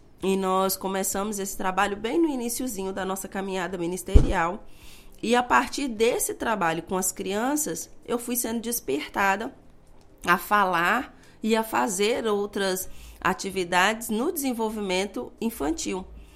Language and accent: Portuguese; Governador Valadares, Minas Gerais, Brazil; now in Mozambique; Então, sou mineira, valadarense, e professora de profissão, gestora de recursos humanos.